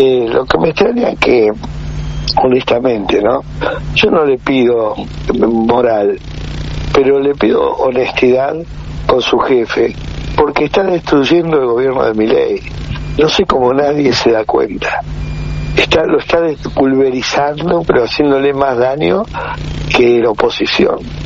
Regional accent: Argentina; yo también soy argentino

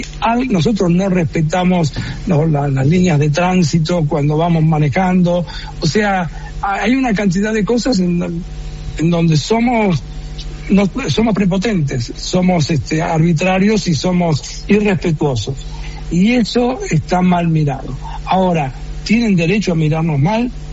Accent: Argentina; Los argentinos no somos así

